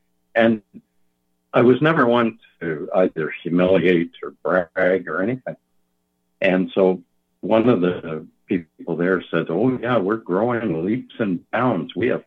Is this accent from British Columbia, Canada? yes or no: no; Toronto, Ontario, Canada; born there; moved away; also born or lived in Alberta; I was born in Toronto